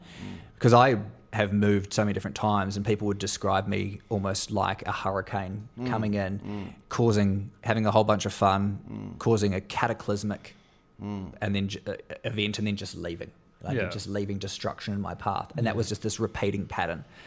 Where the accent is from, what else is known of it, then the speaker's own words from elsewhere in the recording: New Zealand; now in Sydney, Australia; as a Kiwi